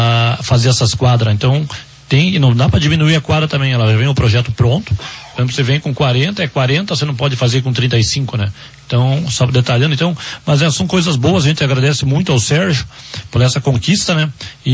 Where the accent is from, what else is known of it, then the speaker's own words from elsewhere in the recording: Brazil; A gente é brasileiro